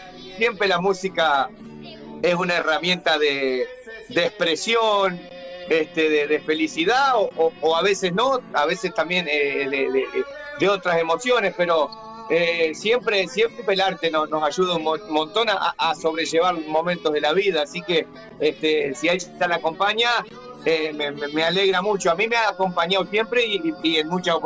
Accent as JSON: {"language": "Spanish", "region": "Santa Fe", "country": "Argentina", "said": "Después tengo mi repertorio como chamamecero, porque soy del norte de Santa Fe."}